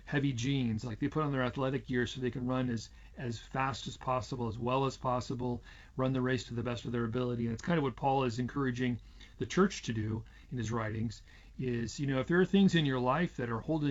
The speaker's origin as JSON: {"language": "English", "town": "Seattle", "region": "Washington", "country": "United States", "tie": "born or raised there"}